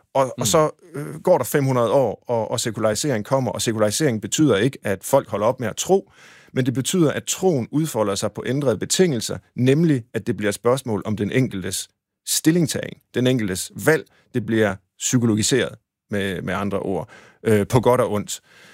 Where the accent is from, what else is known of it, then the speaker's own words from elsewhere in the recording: Tjørring, Central Denmark Region, Denmark; jeg er vokset op ved Gøstrup, altså i Tjørring, men det ligger lige ved siden af, og vi legede på engen, som førte os ned til Gøstrup.